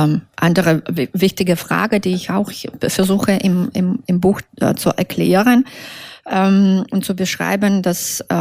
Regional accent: Belarus; first language Russian; German is a second language; meine erste Sprache war russische Sprache, ja, obwohl wir sind alle bilingue in Belarus, aber ich würde nie sagen, dass meine Muttersprache ist Russisch.

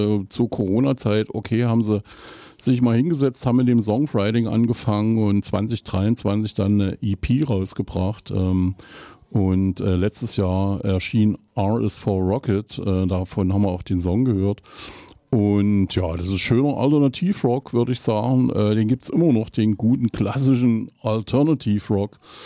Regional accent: Eisenach, Thuringia, Germany; ich komme aus Eisenach

